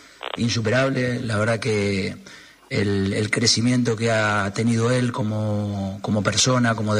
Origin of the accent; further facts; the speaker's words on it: Argentina; Agradecerle como argentino todo lo que nos dio